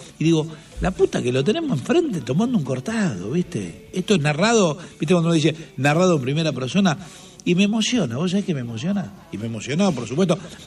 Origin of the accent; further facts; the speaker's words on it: Buenos Aires, Argentina; tengo 58, lo voy a confesar, todavía me pasa, voy a Villa del Parque, nací ahí